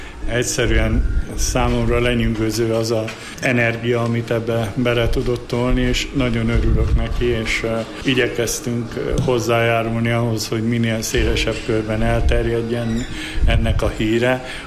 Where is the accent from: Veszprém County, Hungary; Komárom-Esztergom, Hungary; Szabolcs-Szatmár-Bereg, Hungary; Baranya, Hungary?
Szabolcs-Szatmár-Bereg, Hungary; Kisléta; now in Debrecen, Hungary; én egy szabolcsi faluból származom, Kislétáról, aminek közös lelkésze van Kálósemjén meg Nyírbogát között